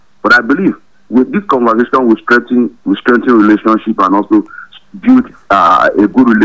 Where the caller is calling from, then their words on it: Tunuwada, Nigeria; I'm calling from Tunuwada.